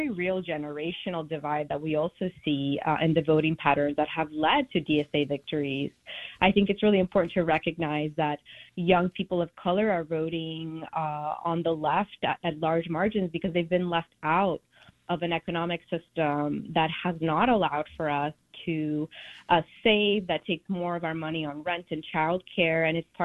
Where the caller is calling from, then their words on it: New York City, New York, United States; I'm calling from the People's Republic of Astoria, as we lovingly refer to our district.